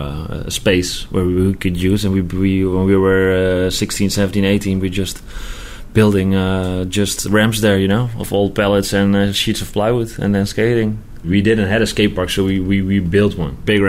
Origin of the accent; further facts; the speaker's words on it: Netherlands; English is a second language; I'm owner of Nine Yards, working now for a long time in the skateboarding industry.